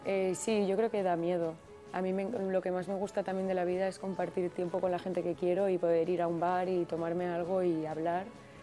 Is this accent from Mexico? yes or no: no; Catalonia, Spain; moved away as an adult; now in Madrid, Spain; Soy de Cataluña, pero hace 3 años que estoy en Madrid.